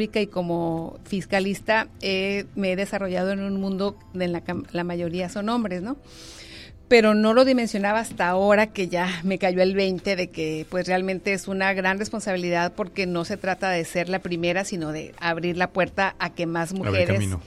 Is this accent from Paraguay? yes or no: no; Tijuana, Baja California, Mexico; also born or lived in Querétaro; Estudié la primaria en el Colegio La Paz, en Tijuana. Uh-huh. La secundaria también. En la prepa estuve fuera de Tijuana. Mi familia nos fuimos a Querétaro. Y okay. Luego regresé a la universidad y aquí estudié en la UABC.